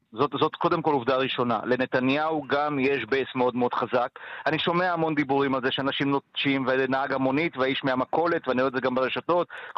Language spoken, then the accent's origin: Hebrew; Romania; הם רוסים, גם אני רומני, אז...